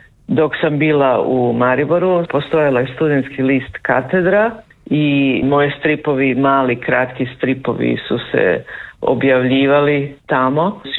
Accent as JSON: {"language": "Croatian", "country": "Slovenia", "tie": "born or raised there", "moved": "yes", "said": "jer sam odrasla u Sloveniji."}